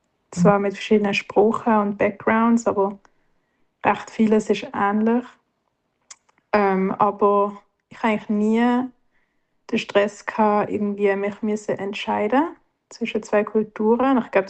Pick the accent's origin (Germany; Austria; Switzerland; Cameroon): Switzerland; born or raised there